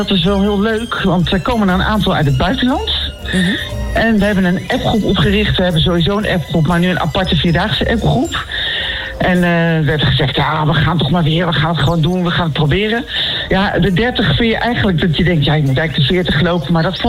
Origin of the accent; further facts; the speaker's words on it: Nijmegen, Gelderland, Netherlands; Nou, ik ben deels opgegroeid in Nijmegen.